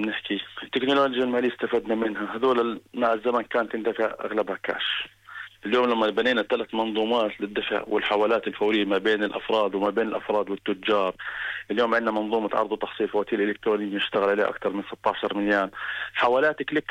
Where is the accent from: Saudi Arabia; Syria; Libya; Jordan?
Jordan